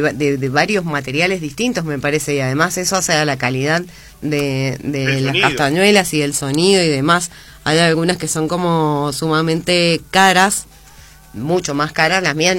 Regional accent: Maipú, Mendoza, Argentina; moved away as an adult; now in Godoy Cruz, Argentina; Yo nací en, o sea, viví 30 años en Maipú

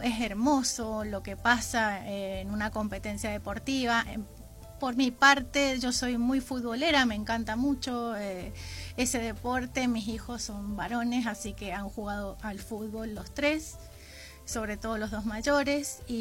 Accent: Argentina; Sí, porque exacto, en realidad me siento orgullosa

